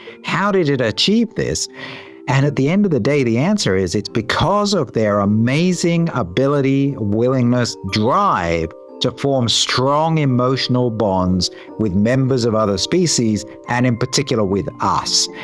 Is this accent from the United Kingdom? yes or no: yes; United Kingdom; I'm British